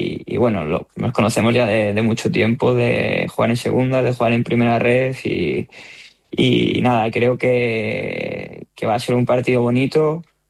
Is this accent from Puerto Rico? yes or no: no; Terrassa, Catalonia, Spain; Soy de Tarrasa y ahí hay La Mola, que es una montaña muy grande